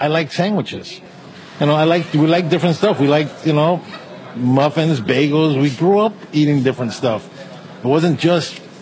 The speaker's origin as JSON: {"language": "English", "town": "Chicago", "region": "Illinois", "country": "United States", "tie": "born or raised there"}